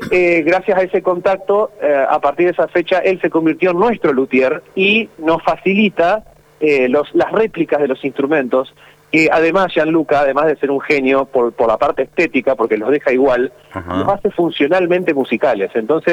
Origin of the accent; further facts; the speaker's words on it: Paraná, Entre Ríos, Argentina; Nosotros somos de Paraná, Entre Ríos.